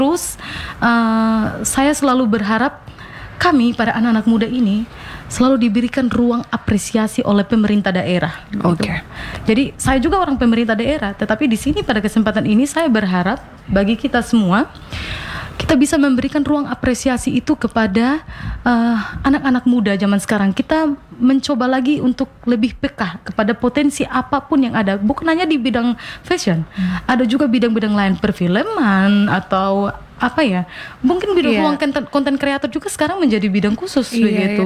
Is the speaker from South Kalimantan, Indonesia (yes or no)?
no; East Nusa Tenggara, Indonesia